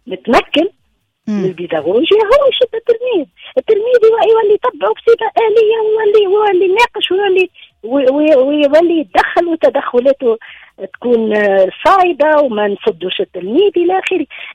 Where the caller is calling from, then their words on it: Tunis, Tunis Governorate, Tunisia; أنا من العاصمة من تونس